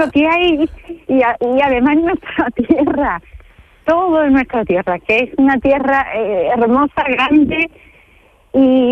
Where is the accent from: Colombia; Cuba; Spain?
Spain; San Fernando, Andalusia; Pero voy a San Fernando, que es mi pueblo, y estoy haciendo historia del arte.